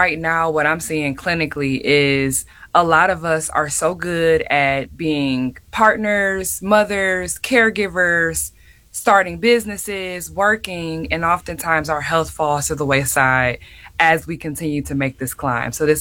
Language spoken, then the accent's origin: English; Michigan, United States; like I'm from Michigan, so similar with Illinois, we only get about 2 seconds of warm weather.